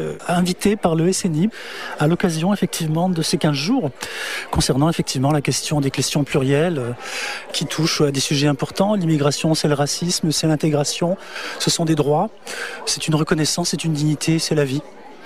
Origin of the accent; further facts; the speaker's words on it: Grand Est, France; Moi aussi je suis un immigré puisque je viens d'Alsace